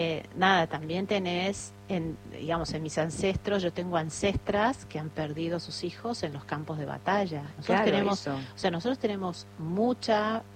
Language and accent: Spanish; Buenos Aires, Argentina; born there; Yo nací en Capital